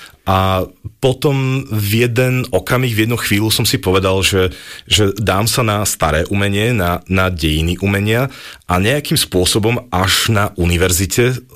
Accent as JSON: {"language": "Slovak", "town": "Košice", "region": "Košice Region", "country": "Slovakia", "tie": "born or raised there", "moved": "yes", "lives_now": "Bratislava, Slovakia", "said": "pochádzam z východného Slovenska, konkrétne z Košíc a okolia."}